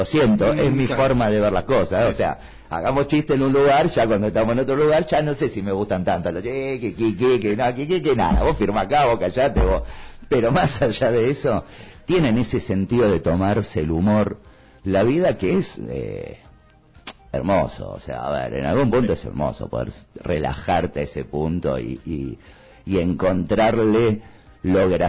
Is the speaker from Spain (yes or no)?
no; Córdoba, Argentina; yo acá soy del porteño y allá soy del cordobés, viste, que es como una cosa muy extraña.